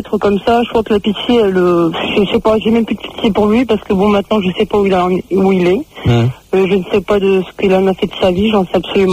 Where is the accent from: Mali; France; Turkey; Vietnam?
Turkey; C'était d'origine, je suis turque et j'étais en vacances.